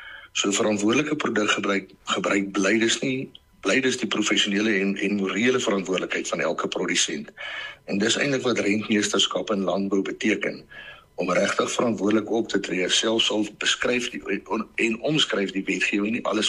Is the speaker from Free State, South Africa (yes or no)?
yes; Bothaville, Free State, South Africa; toe kry ek weer die geleentheid om terug te kom hier, ek kom van Botawel af en ek het hier groot geword. Ek kry ook die geleentheid om weer terug te kom hierdie kant toe